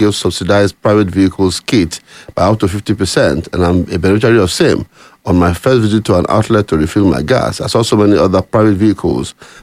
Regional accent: Nigeria; I'm a Nigerian.

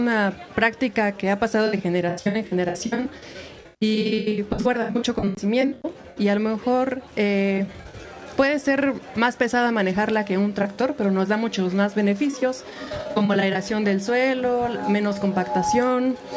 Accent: Mexico City, Mexico; Y somos de un pueblo originario de la Ciudad de México, ubicado en Álvaro Obregón. Ameyalco significa lugar donde nace el agua. Tenemos un manantial, afortunadamente, y todavía podemos beber de esa agua. Somos el único pueblo de Álvaro Obregón que aún siembra.

